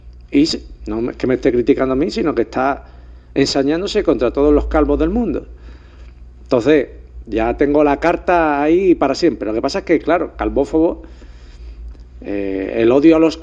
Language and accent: Spanish; Málaga, Andalusia, Spain